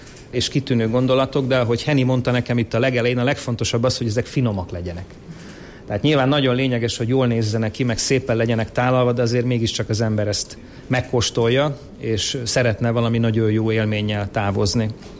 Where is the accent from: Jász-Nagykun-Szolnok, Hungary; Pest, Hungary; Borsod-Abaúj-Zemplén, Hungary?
Borsod-Abaúj-Zemplén, Hungary; Miskolc; büszke városvezetőként és büszke miskolciként